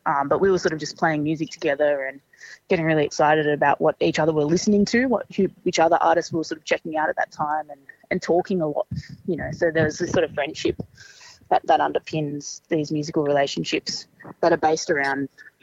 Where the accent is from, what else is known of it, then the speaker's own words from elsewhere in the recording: Griffith, New South Wales, Australia; moved away; I grew up in Griffith